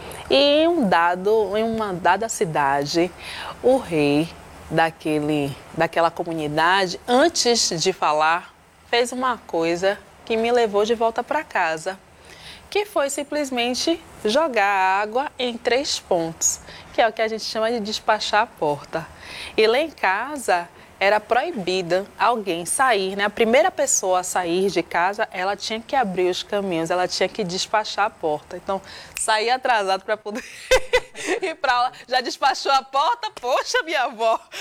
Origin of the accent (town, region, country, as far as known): Salvador, Bahia, Brazil; accent: Bahian